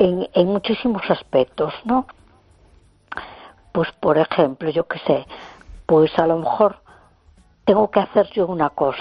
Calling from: A Coruña, Galicia, Spain; de Coruña.

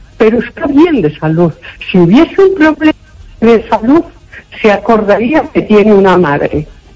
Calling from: Galicia, Spain; De la zona de la Costa de la Morte.

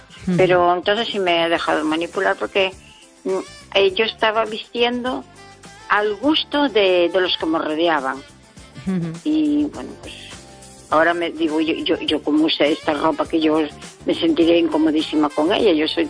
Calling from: Pontevedra, Galicia, Spain; Buenas noches … de Pontevedra.

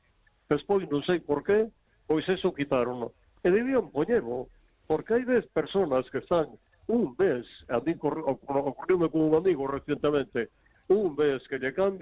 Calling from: Vigo, Galicia, Spain

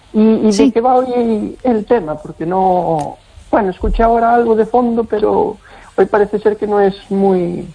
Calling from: Santiago de Compostela, Galicia, Spain; Desde Compostela, desde Santiago.

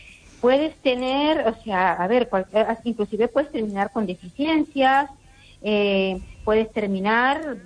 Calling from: Ourense, Galicia, Spain; aquí de Orense, ¿sabes?

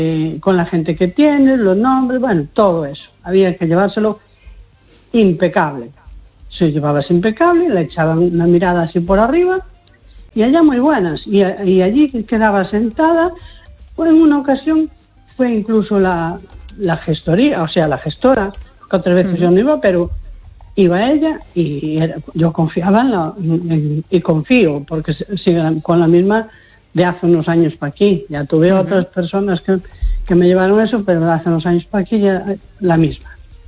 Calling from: A Coruña, Galicia, Spain; de Coruña.

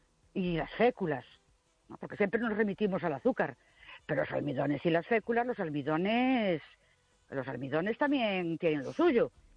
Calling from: Ourense, Galicia, Spain; Buenas noches … de Orense otra vez.

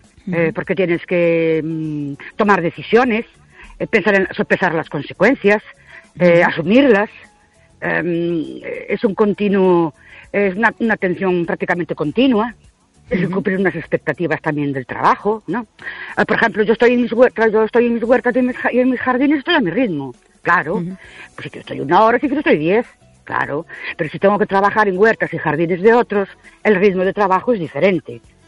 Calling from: Ourense, Galicia, Spain; Buenas noches … de Ourense.

